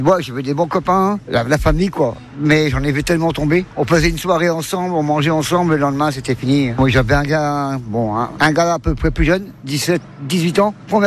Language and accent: French; Saint-Palais, France; Bonjour, je suis de Saint-Palais, j'ai 59 ans.